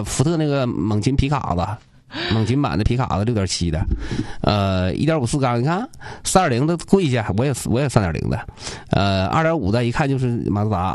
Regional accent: Changchun, Jilin, China; 我长春人

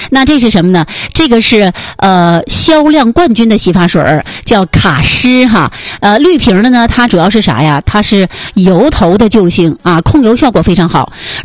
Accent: Northeast China, China; 咱们东北人

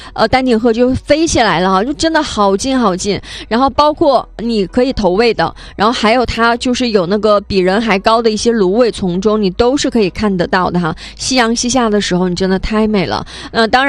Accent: Liaoyuan, Jilin, China; 我的家乡辽源

